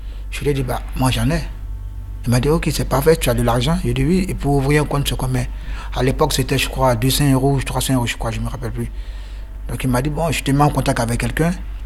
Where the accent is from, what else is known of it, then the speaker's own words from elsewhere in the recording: Côte d’Ivoire; moved away as an adult; now in Paris, France; je suis livreur à Paris depuis 2021. Je viens de la Côte d'Ivoire. Et là, j'ai quitté mon pays depuis août 2016.